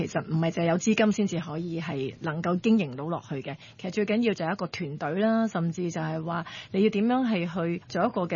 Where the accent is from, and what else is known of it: Hong Kong